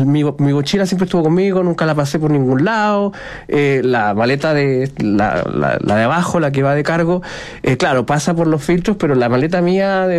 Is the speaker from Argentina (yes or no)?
no; Chile; yo como chileno